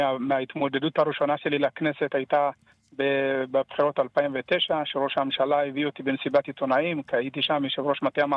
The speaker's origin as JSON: {"language": "Hebrew", "country": "Ethiopia", "lives_now": "Israel", "said": "אני בא מקהילת יהודי אתיופיה שמבחינת מאבקים, מאז שעלינו לארץ אנחנו סוחבים איתנו מאבקים חברתיים."}